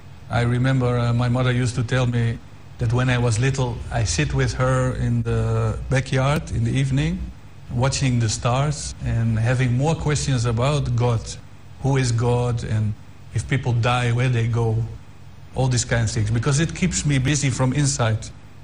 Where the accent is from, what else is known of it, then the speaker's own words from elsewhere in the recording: Netherlands; I'm from the Netherlands in Europe.